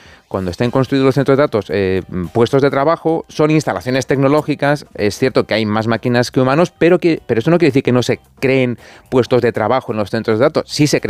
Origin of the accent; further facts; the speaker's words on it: Spain; Yo soy de las autonomías. Vale, soy de la España de las autonomías.